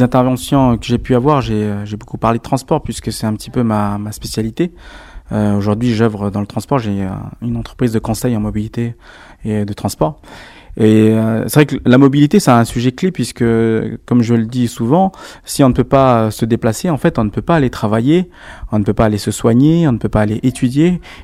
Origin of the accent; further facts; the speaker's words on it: Nouméa, South Province, New Caledonia; dans les quartiers nord de Nouméa, là où j'ai grandi.